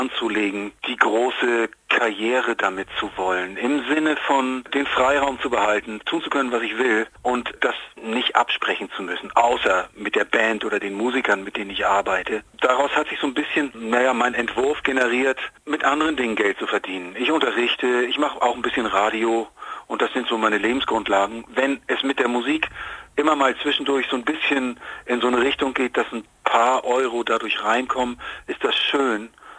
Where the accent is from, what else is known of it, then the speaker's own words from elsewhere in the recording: Hamburg, Germany; ich komme ja aus Hamburg